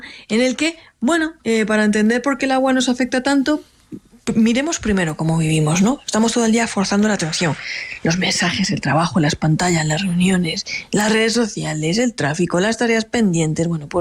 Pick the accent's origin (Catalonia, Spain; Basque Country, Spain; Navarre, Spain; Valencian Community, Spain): Valencian Community, Spain; Alicante; yo por ejemplo, que soy del Mediterráneo, de Alicante